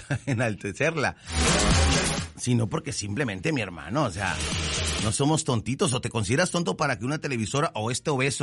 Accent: Mexico

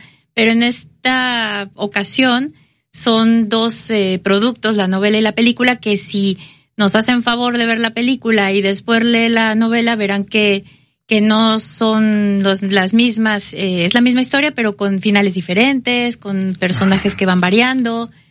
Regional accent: Xalapa, Veracruz, Mexico; Nada más, mi hermano y yo sí somos de Jalapa.

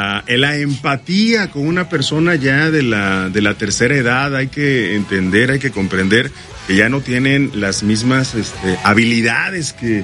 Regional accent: Veracruz, Mexico; porque yo soy jarocho

